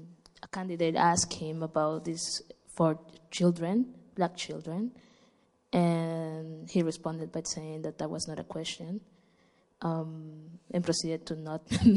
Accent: Ecuador; I'm from Ecuador.

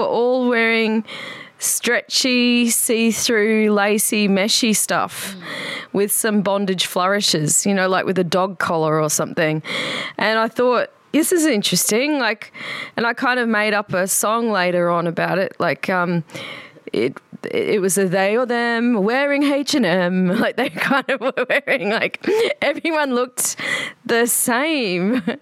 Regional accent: Brisbane, Queensland, Australia; now in Berlin, Delaware, United States; I came from Brisbane, which is a very hot place where girls don't wear a lot of clothes. It's a bit like Brazil.

